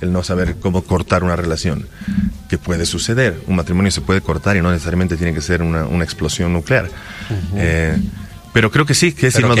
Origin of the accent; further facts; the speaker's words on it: Santa Cruz de la Sierra, Santa Cruz, Bolivia; yo vengo de Santa Cruz, que es bastante cálido, es trópico, entonces el clima es entre 28 y 35 todo el año.